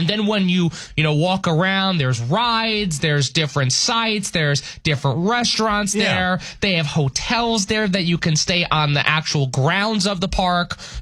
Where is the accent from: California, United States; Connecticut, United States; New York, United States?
New York, United States; Long Island; born or raised there; now in North Dakota, United States